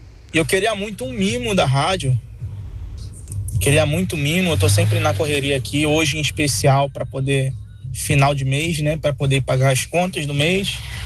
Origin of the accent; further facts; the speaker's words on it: Rio de Janeiro, Brazil; now in Cuiabá, Brazil; eu vim do Rio de Janeiro para morar aqui em Cuiabá